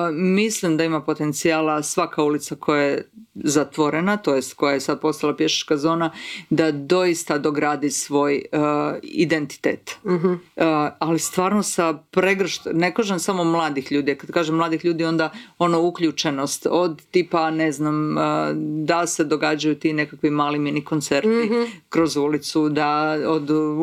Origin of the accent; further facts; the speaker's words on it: Karlovac, Karlovac County, Croatia; on je iz Zadra, ja sam iz Karlovca, tako da smo bili postanari u Zagrebu